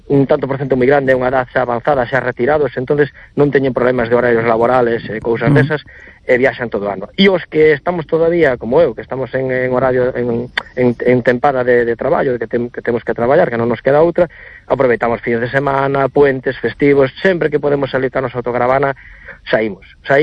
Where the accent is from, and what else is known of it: Redondela, Galicia, Spain